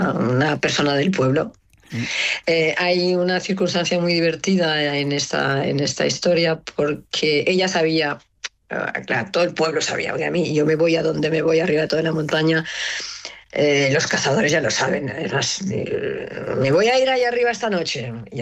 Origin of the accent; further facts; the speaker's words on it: Barcelona, Catalonia, Spain; la primera vez que salí de Barcelona, conocí a una persona que jamás, como urbanita, jamás había conocido a nadie que fuera propietario de una montaña.